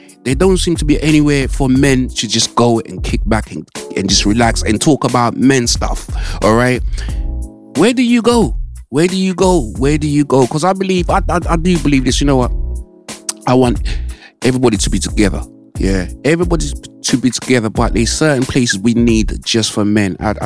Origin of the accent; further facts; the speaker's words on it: United Kingdom; I grew up on Mile Road area. You must have gone John Bunyan. John Bunyan just like me.